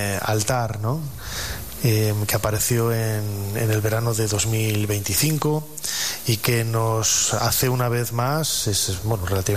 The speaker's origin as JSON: {"language": "Spanish", "country": "Spain", "said": "yo soy español y tira la patria, tira también lo que hay por aquí, ¿no?"}